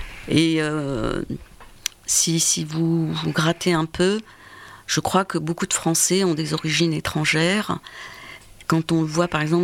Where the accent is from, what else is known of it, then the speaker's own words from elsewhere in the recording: Algeria; Et ça n'a pas marché, parce que on n'est pas des Arabes, on est des Amazirs. Ça, je le répète. Et je crois que 95% des Algériens sont Amazirs.